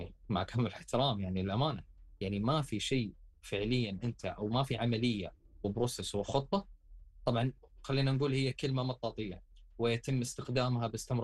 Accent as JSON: {"language": "Arabic", "country": "Saudi Arabia", "said": "اللي نشاهده إحنا عندنا في السعودية"}